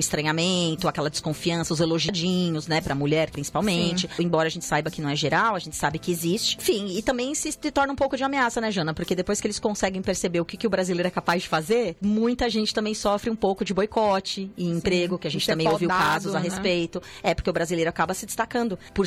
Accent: Brazil; moved away as an adult; now in Canada; Um dia que eu falava português, eu era brasileira

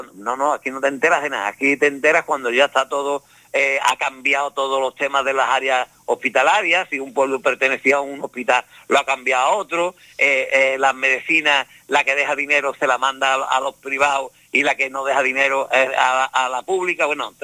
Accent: Andalusia, Spain; moved away as an adult; also born or lived in Catalonia; Yo me fui porque yo quería hacerme una casa en mi pueblo y no tenía trabajo y claro, yo no podía hacerme casa en mi pueblo. Y yo toda mi ilusión desde pequeñito era tener mi casa, ¿no? Y yo me fui a Cataluña y yo todo era trabajar y mandar dinero para Andalucía.

